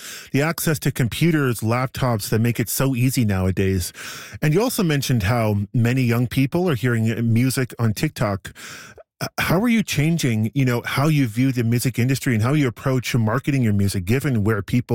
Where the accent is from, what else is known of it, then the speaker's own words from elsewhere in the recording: Hay River, Northwest Territories, Canada; I'm from Hay River here in the Northwest Territories. And when you're from a town like Hay River, Edmonton's always your destination.